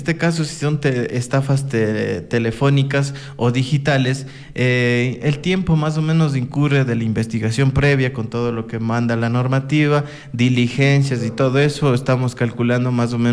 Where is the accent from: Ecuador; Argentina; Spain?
Ecuador; Cajabamba, Chimborazo; De Colta, correcto, de Cajabamba. Yo soy oriundo de Cajabamba.